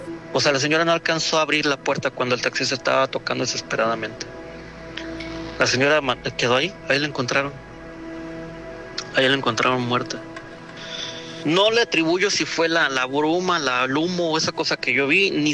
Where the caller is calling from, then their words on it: Tijuana, Baja California, Mexico; aquí está su servidor … desde la ciudad de Tijuana